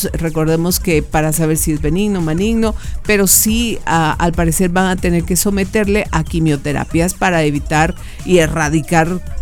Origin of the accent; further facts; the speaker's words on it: San Pedro Carchá, Alta Verapaz, Guatemala; moved away; Los transportistas de allá de mi pueblito natal